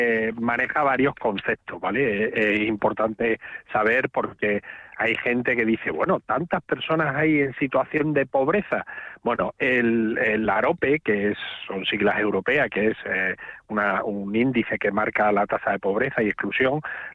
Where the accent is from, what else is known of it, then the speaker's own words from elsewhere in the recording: Extremadura, Spain; como extremeños, y yo me siento muy extremeño